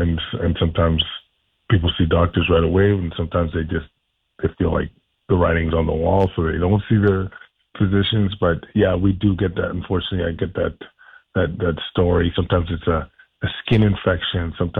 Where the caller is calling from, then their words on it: Vancouver, British Columbia, Canada; I'm at this conference right now. I'm actually calling from Vancouver